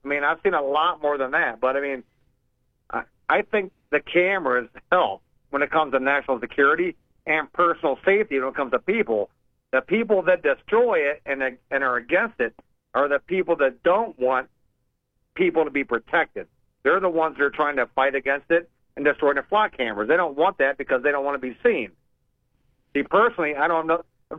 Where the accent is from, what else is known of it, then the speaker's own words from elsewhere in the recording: United States; I'm an American through and through.